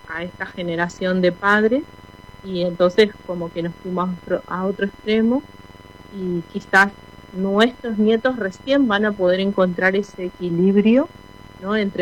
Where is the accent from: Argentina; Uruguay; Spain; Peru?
Argentina; Corrientes; also born or lived in Buenos Aires; yo soy nacida en Buenos Aires y siempre digo que soy criada y mal criada en Corrientes.